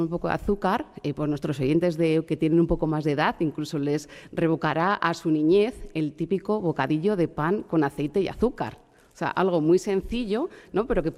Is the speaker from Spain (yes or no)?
yes; Spain; pues como buenos españoles lo consumimos todos los días